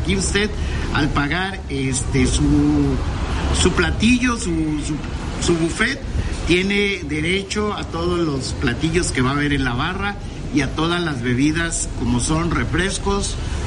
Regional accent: Veracruz, Mexico; como somos los mexicanos y sobre todo los jarochos.

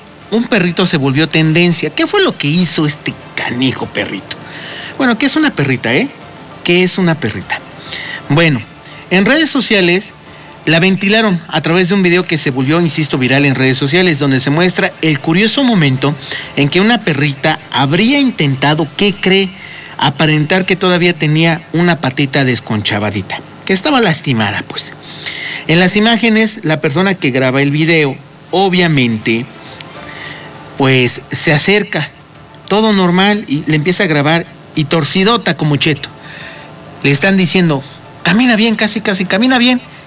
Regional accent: Mexico; obviamente somos mexicanos, estamos en América.

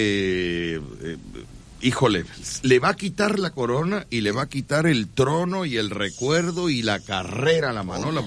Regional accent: Boca del Río, Veracruz, Mexico; Yo no soy de Veracruz, yo soy de Boca del Río, de la zona dorada.

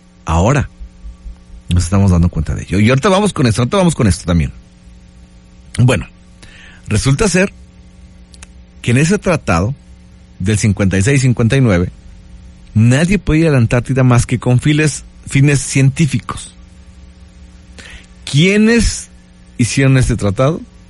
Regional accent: Puebla, Mexico; Aquí de Puebla, hombre. Soy aquí de Puebla. Ya saben, ¿no? Poblano, al 100%. Soy poblano.

